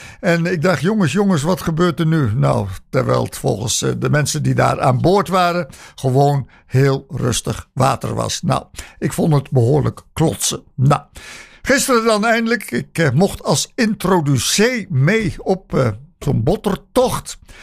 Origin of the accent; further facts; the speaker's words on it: Nunspeet, Gelderland, Netherlands; Ik kwam toevallig ook nog uit Nunspeet, maar ja, dat kan zij niet helpen.